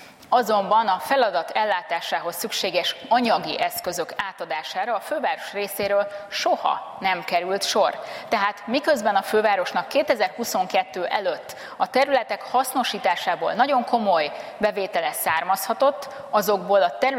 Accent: Budapest, Hungary; De én azt tudom mondani budapestiként, hogy sajnos borítékolható

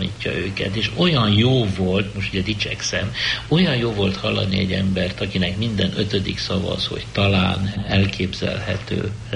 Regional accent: Budapest, Hungary; én lipotvárosi, polgári, jól nevelt, vallásos zsidó kisfiú vagyok. 1933-tól, amikor születtem

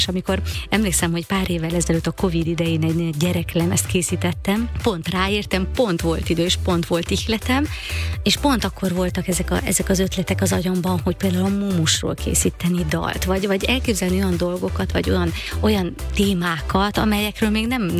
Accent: Székely Land, Romania; az a székely furfang, ami kis vidékünket úgymond nagyon-nagyon jellemzi.

